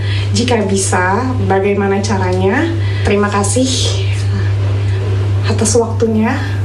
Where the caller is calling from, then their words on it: South Tangerang, Banten, Indonesia; Saya berasal dari Tangerang Selatan